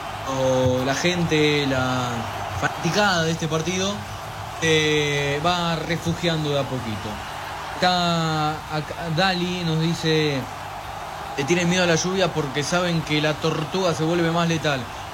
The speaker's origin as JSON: {"language": "Spanish", "country": "Argentina", "said": "siendo argentino"}